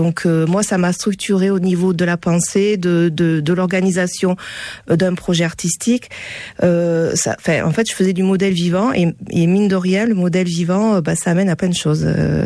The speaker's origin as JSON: {"language": "French", "town": "Toulouse", "region": "Occitanie", "country": "France", "tie": "born there", "also_born_or_lived": "Bordeaux", "said": "Alors, je suis née à Toulouse. Je suis partie faire une partie de mes études à Bordeaux, parce que la fac d'art plastique n'existait pas encore à Toulouse."}